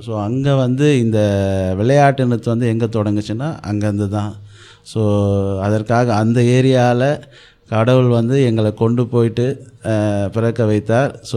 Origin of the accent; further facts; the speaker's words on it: Chennai, Tamil Nadu, India; நம்ம லோக்கல் மெட்ராஸ் தமிழில் சொல்லணுன்னா ஸ்லம்னு சொல்லிட்டு சொல்லுவாங்க. ஸோ அந்த மாதிரி ஒரு பகுதியிலே தான் நாங்கள் வந்து பிறந்து வளர்ந்தோம்.